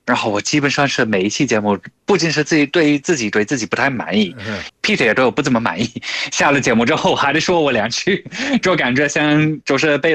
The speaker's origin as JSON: {"language": "Chinese", "country": "United Kingdom", "said": "我是来自英国的"}